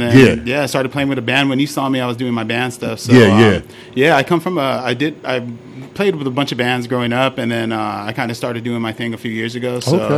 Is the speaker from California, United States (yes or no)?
yes; La Puente, California, United States; I grew up in La Puente